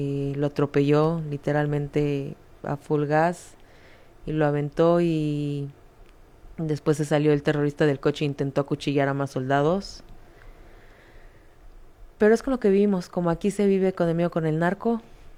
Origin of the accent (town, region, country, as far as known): Israel